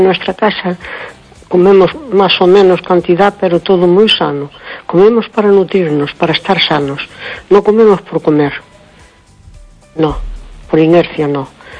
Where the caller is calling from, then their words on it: Cespón, Galicia, Spain; de Cespón.